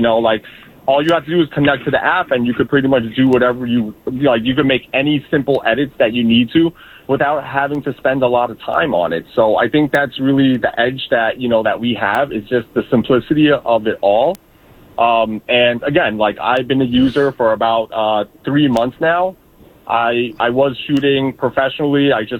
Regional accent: New York City, New York, United States; I was born and raised in Brooklyn and Kensington, and I lived in Bay Ridge for a little bit.

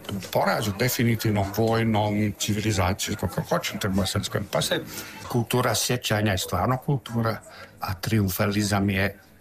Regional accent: Bosnia & Herzegovina; now in France; u mojoj rodnoj Bosni 92. godine, potpuno gore na sjever u Savu

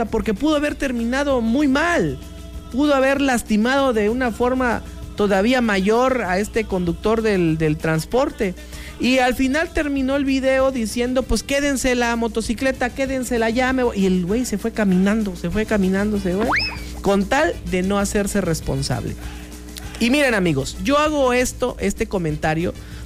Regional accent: Chiapas, Mexico; ¿dónde está nuestra garantía como mexicanos, como chiapanecos, de nuestra integridad?

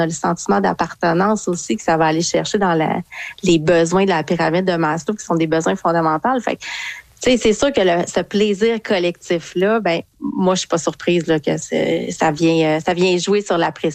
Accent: Quebec, Canada; Je viens du Saguenay. J'adore aller m'isoler dans le bois.

